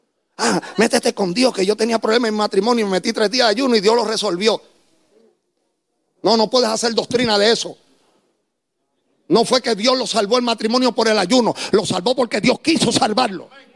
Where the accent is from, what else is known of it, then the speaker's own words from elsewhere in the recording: Puerto Rico; somos más puertorriqueños que cristianos